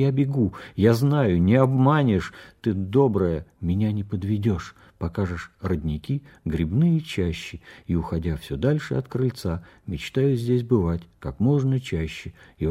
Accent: Saint Petersburg, Russia; born there; Я родился в Питере, а потом появился в Петербурге только когда пошел в школу.

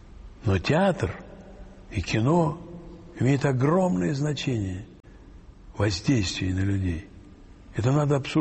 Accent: Moscow, Russia; Дряной москвич. Родился я на Матросской тишине, который напротив психиатрической больницы, тюрьмы, рынка.

